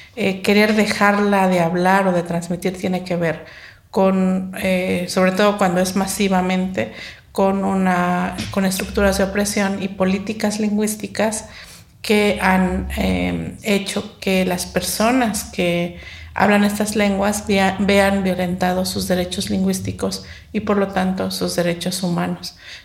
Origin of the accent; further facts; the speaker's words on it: Oaxaca, Mexico; first language Mixe; Spanish is a second language; es mi lengua materna, el mije, y eso es una preocupación que tenía desde hace mucho tiempo, y no solo mía, sino de muchas personas de mi comunidad y de las comunidades mijes